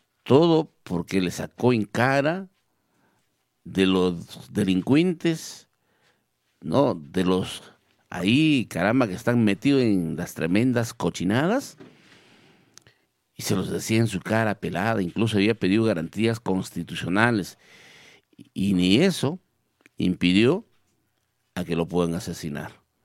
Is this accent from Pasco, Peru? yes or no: yes; Villa Rica, Pasco, Peru; ¿Cómo amaneció mi pueblo querido de Villarrica, la tierra del café más fino del mundo?